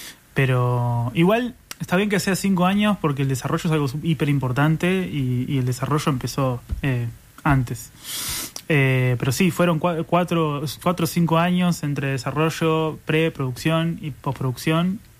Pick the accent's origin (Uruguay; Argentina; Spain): Uruguay